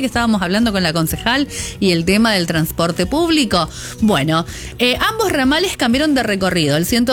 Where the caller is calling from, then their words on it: Corrientes, Argentina; de Corrientes Capital y disculpen.